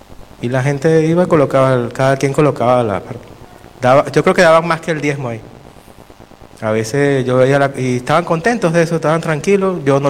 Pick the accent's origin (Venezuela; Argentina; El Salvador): Venezuela; moved away; de donde yo vengo